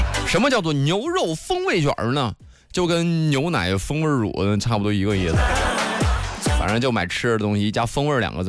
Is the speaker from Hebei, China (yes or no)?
yes; Nangong, Hebei, China; moved away; 我老家是南宫的，